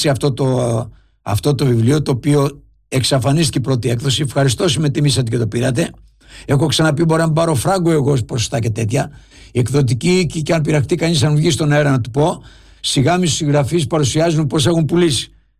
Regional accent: Lefkada, Ionian Islands, Greece; Κατεβαίνω από τη Λευκάδα, από το χωριό μου, για να πάει κανείς σε αυτό το χωριό που είμαι εγώ, είναι όλο βουνά, έλατα.

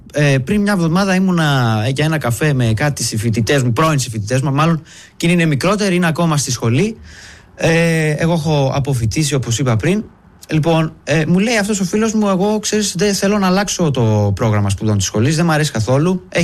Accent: Thessaloniki, Central Macedonia, Greece; Θεσσαλονίκη.

